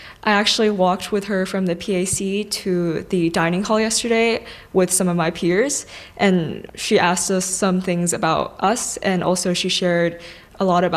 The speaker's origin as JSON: {"language": "English", "town": "San Diego", "region": "California", "country": "United States", "said": "I'm from San Diego, California, and I play percussion."}